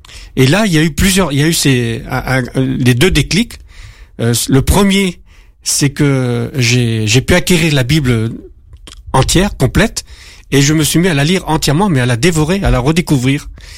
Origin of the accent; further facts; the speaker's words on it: Normandy, France; born there; je suis né en Normandie. Alors, je suis un jeune retraité de 62 ans.